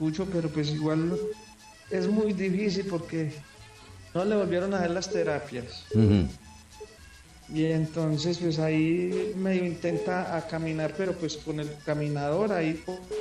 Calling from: Pereira, Risaralda, Colombia; me encuentro por acá por la vereda del Tigre, en el condominio La Calabria, Jalitos.

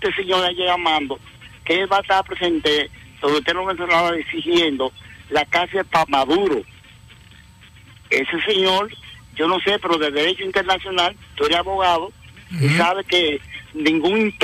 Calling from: Bonao, Monseñor Nouel, Dominican Republic

